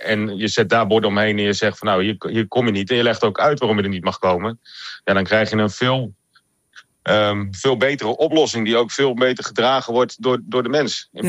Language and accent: Dutch; Vlieland, Friesland, Netherlands; ik kom van Vlieland. En op Vlieland zou 1/3 van het eiland gewoon dicht mogen.